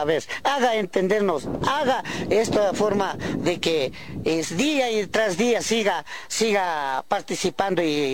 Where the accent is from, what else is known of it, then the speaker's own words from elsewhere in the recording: Cotopaxi, Ecuador; la mayoría estamos aquí en Santa Rosa de Pichul, por ejemplo de aquí al lado, somos de Huangaje, Tihua, Guayama, Chukchilán, Moreta, Zumbagua, Huantopol